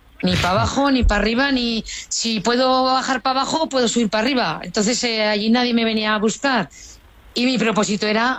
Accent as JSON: {"language": "Spanish", "town": "Bárdenas", "region": "Aragon", "country": "Spain", "said": "visualizando la cima y la foto que quería traer aquí a mi pueblo, o sea, a Bárdenas."}